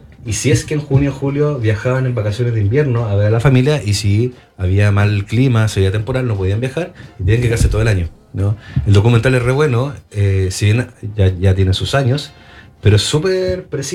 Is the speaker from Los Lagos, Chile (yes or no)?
no; Santiago, Santiago Metropolitan Region, Chile; also born or lived in Valparaíso; Yo nací y crecí en Santiago y me fui a estudiar a Valparaíso, saliendo de cuarto medio. Y también pues yo estuve 8 años en Valparaíso